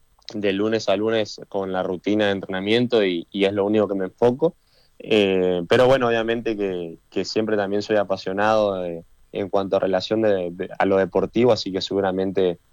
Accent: Argentina; somos, a ver, argentinos, y peleamos con el corazón

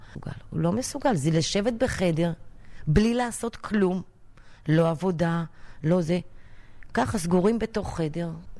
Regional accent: Yiftah, Northern District, Israel; בכיתה בית אני פה. גדלתי פה בתור ילדה, היינו במקלטים, היינו בממדים, בכל מיני מלחמות שהיו, אבל אף פעם לא ברחנו מפה.

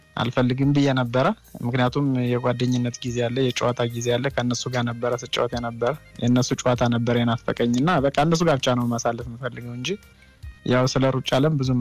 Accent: Gondar, Amhara, Ethiopia; now in Israel; በመጀመሪያ ጎንደር ነው ተወልጄ ያደግኩት። ያው ጎንደር ስኖር ስለ ሩጫም አለምም ስለ ስፖርት አለም ምንም ነገር የምናውቀው የለም።

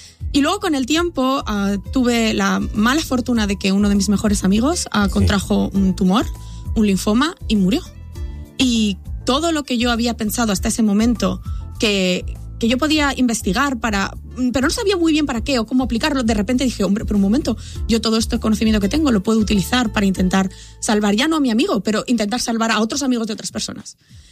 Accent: Castellón de la Plana, Valencian Community, Spain; moved away; Yo soy originaria de España, de una ciudad pequeñita llamada Castellón

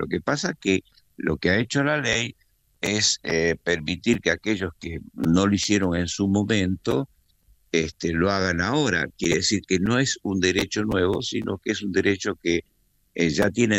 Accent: Spain; los que somos españoles y vivimos aq

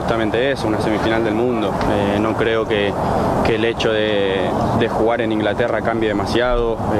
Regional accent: Argentina; todos somos súper argentinos, amamos nuestro país, amamos nuestra selección

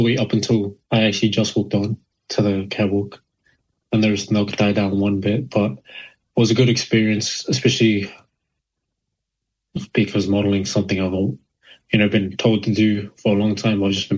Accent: Auckland, New Zealand; also born or lived in Sydney, Australia; I was born in Sydney, Australia. Moved over when I was young to New Zealand and raised in West Auckland.

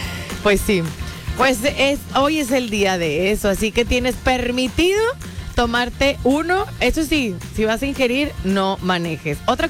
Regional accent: Mexico

